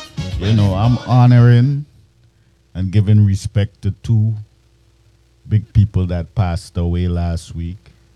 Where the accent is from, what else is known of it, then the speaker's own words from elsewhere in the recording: San Juan–Laventille, Trinidad & Tobago; growing up in Laventie